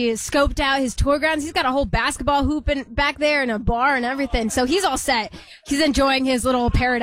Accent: Bethlehem, Pennsylvania, United States; I grew up in Bethlehem, grew up going to Music Fest

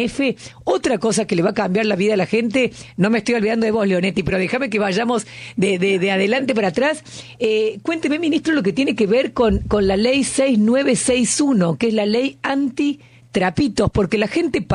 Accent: Buenos Aires, Argentina; soy porteña

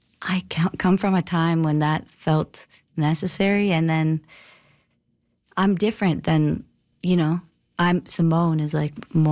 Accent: Toronto, Ontario, Canada; moved away; I'm originally from Toronto, and I didn't choose it

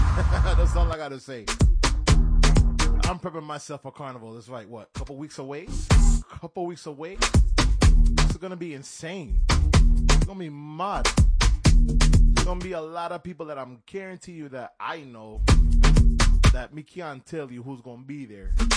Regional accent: Panama; I am actually from Panama. And part Bajan as well.

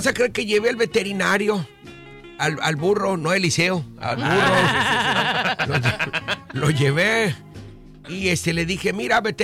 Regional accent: Zacatecas, Mexico; now in Tijuana, Mexico; yo soy de Zacatecas. De Zacatecas, Zacatecas.

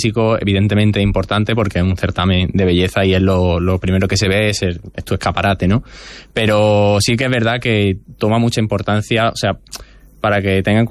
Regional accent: Andalusia, Spain

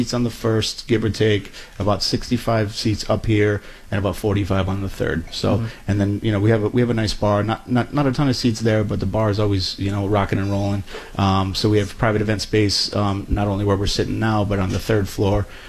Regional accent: Michigan, United States; now in Rhode Island, United States; So we just stayed here in Rhode Island. I'm from Michigan.

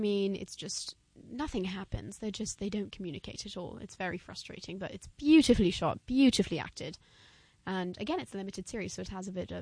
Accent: England, United Kingdom; I know we, as the English, have quite a complicated relationship with Ireland, of course, the troubles and whatnot, the potato famine.

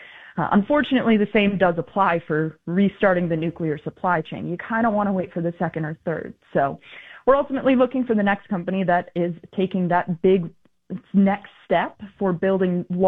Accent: Wisconsin, United States; now in Delaware, United States; I grew up in Wisconsin. I live out in Delaware now

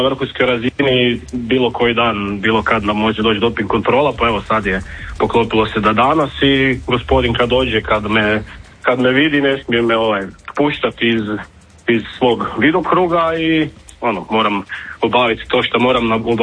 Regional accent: Zagreb, City of Zagreb, Croatia; jer je moj rodni grad

